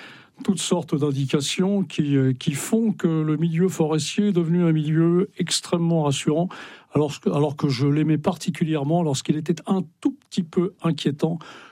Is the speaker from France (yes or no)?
yes; Brittany, France; la Bérilduth, qui est le village de mon enfance dans le Finistère Nord.